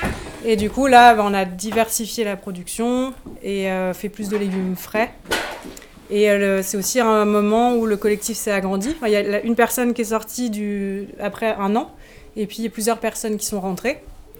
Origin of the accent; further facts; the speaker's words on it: Grand Est, France; Et je viens de Lorraine, mais je ne connaissais pas Bure avant d'avoir été en Allemagne.